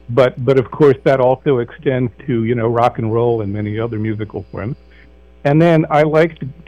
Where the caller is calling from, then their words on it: Alameda, California, United States; Hi, Alameda.